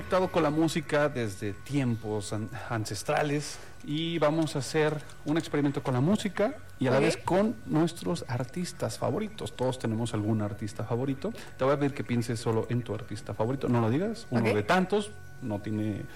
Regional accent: Guadalajara, Jalisco, Mexico; Y orgullosamente tapatío

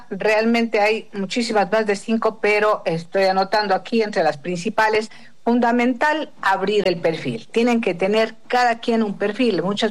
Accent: Ecuador; moved away as an adult; now in Guadalajara, Mexico; En realidad yo soy ecuatoriana, vivo en Guadalajara ahora, hace unos 8 meses estoy por acá.

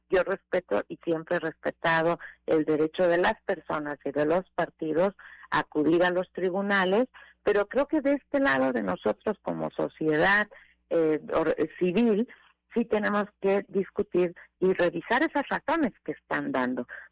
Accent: Mexico; Me parece que como mexicanas y mexicanos ahí tenemos que estar muy atentos a exigirles por la independencia, la imparcialidad.

